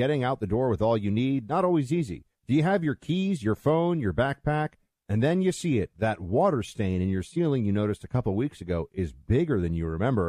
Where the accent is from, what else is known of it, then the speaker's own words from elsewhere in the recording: New York City, New York, United States; I grew up in New York City where people have been in New York for 5 minutes and they say they're a New Yorker.